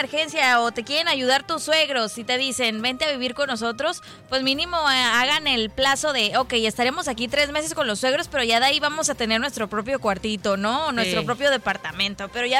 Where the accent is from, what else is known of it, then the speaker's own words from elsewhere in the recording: Mexico; somos mexicanos